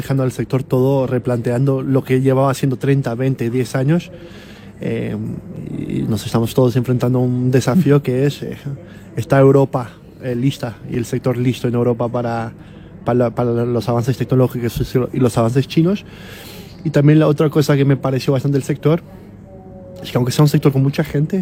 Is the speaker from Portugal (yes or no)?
yes; Portugal; moved away as an adult; also born or lived in Madrid, Spain; yo soy portugués, pero he vivido 10 años en Madrid